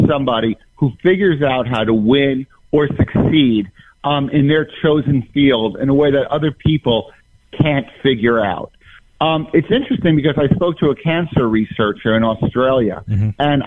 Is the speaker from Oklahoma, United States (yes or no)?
no; New Jersey, United States; I grew up in New Jersey, you know, in Bergen County. Jewish, you know, grew up in a Jewish neighborhood where there was always gambling around.